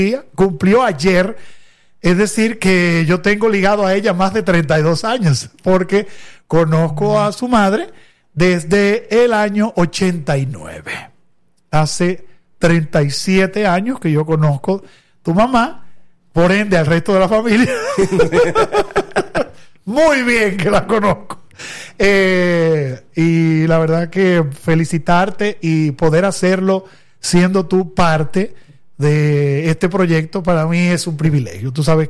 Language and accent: Spanish; Santiago de los Caballeros, Santiago, Dominican Republic; yo que soy de Santiago, nacido y criado en Santiago